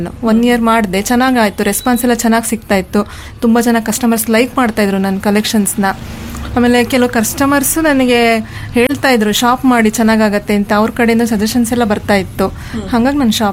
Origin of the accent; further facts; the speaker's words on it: Kadur, Karnataka, India; moved away as an adult; now in Shivamogga, India; ನಮ್ದು ಕಡೂರು, ನನ್ನ ಹುಟ್ಟಿದ ಊರು ಕಡೂರು. ಕಡೂರಲ್ಲೇ ಡಿಗ್ರಿ ಮಾಡಿದ್ದು, ಗೌರ್ಮೆಂಟ್ ಕಾಲೇಜಲ್ಲಿ ಡಿಗ್ರಿ ಮಾಡಿದ್ದು. ನನ್ನ ಮದ್ವೆ ಆಗಿ ಬಂದಿರೋದು ಶಿವಮೊಗ್ಗಕ್ಕೆ.